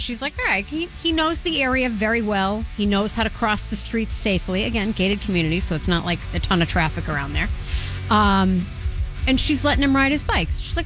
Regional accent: Boston, Massachusetts, United States; growing up in East Boston

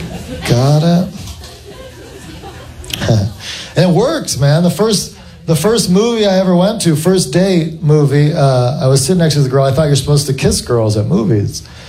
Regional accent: Morgantown, West Virginia, United States; Actually, I grew up in West Virginia, Morgantown, West Virginia, which at the time had the highest teen pregnancy rate of any state.

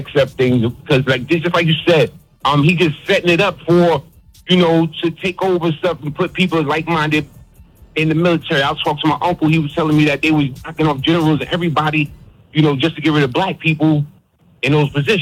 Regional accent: Brooklyn, New York, United States; from Brooklyn.

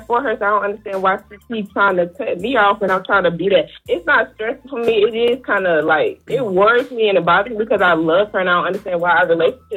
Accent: Columbia, South Carolina, United States; I'm from Columbia, South Carolina

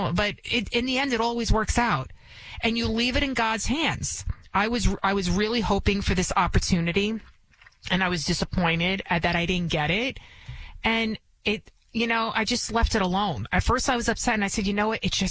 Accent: Bronx, New York, United States; accent: Bronx; English is a second language; I can be from the Bronx. Obviously, you can hear it in my accent, which I've been trying to get rid of, but it's just a part of who I am. And I talk with my hands if you see me on TV. I'm first generation American. I didn't even speak English growing up.

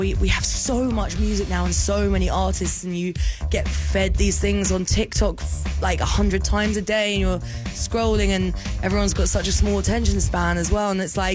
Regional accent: South East England, United Kingdom; accent: British; I grew up just south of London.

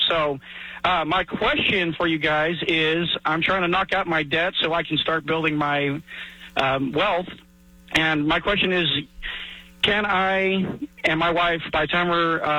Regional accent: St. Louis, Missouri, United States; I'm from St. Louis, man.

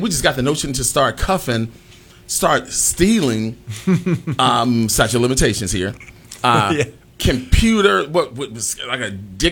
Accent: Chicago, Illinois, United States; I grew up in Cabrini.

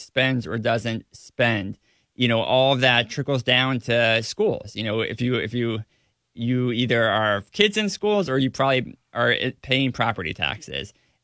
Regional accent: Delaware County, Pennsylvania, United States; also born or lived in Tacoma, Washington; Pennsylvania is where I grew up. I grew up in Delaware County, Pennsylvania. And it's where I've done my entire journalism career. I've lived out of state for 1 year. I lived in Tacoma, Washington.

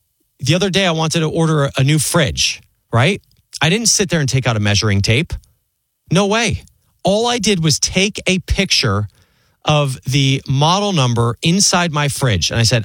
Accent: New Jersey, United States; when I was an 11-year-old, 12-year-old, 13-year-old growing up in New Jersey as a somewhat creative child

